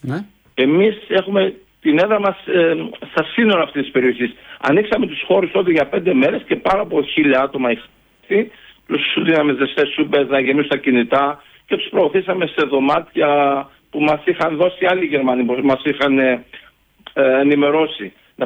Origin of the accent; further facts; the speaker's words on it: Greece; now in Berlin, Germany; Δείξαμε σαν Έλληνες ότι είμαστε εκεί